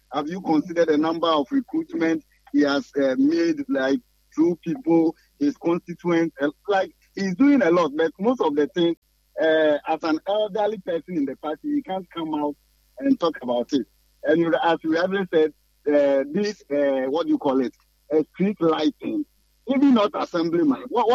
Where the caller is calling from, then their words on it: Essipong, Western Region, Ghana; calling from Esipong.